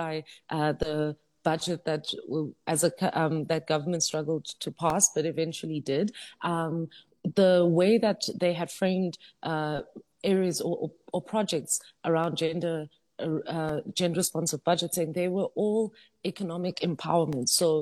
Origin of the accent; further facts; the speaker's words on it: Emalahleni, Mpumalanga, South Africa; I think about where I grew up in Emalahleni in Witbank. Yes, it's a coal mining town and it's well known for that.